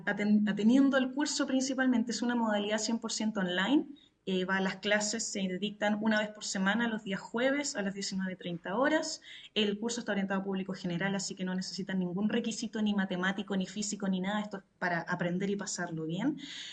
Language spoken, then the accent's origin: Spanish; Chile; somos un país que está dando mucho que hablar en astronomía